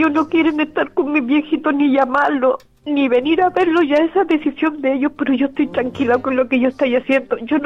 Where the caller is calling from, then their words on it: Curicó, Maule, Chile; De aquí, de Bombero Garrido.